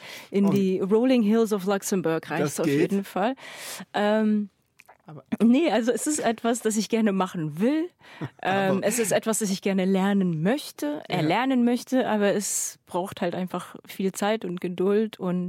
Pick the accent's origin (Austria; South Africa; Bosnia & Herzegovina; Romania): Bosnia & Herzegovina; Sarajevo, Federation of Bosnia and Herzegovina; moved away; Und das habe ich immer irgendwie, das war immer selbstverständlich für mich, bis ich dann ausgezogen bin aus Sarajevo. Und dann habe ich festgestellt, oh krass, mir fehlen die Berge.